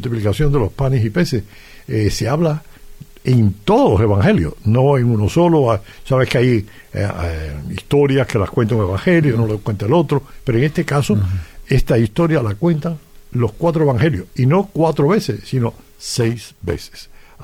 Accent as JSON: {"language": "Spanish", "country": "Cuba", "moved": "yes", "said": "No, en Cuba ya una vez que salí de Cuba..."}